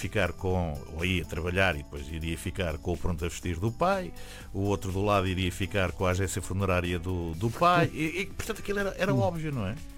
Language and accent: Portuguese; Reguengos de Monsaraz, Alentejo, Portugal; no Alentejo, eu sou de Reguengos